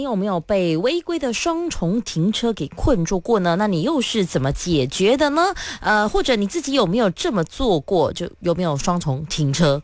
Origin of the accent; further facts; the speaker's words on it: Batu Pahat, Johor, Malaysia; 他是在巴图巴汉，我的家乡哦